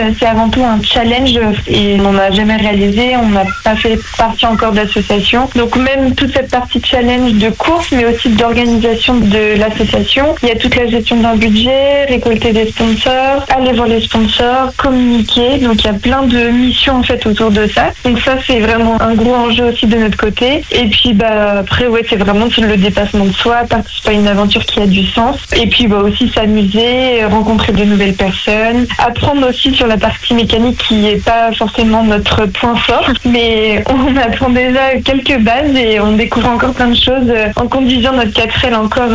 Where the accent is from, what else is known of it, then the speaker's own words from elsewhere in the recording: La Bazoge, Pays de la Loire, France; now in Rennes, France; je suis originaire de la Bazoge, mais maintenant je travaille en tant que chargée de marketing à Rennes chez Digitaléo depuis maintenant un an.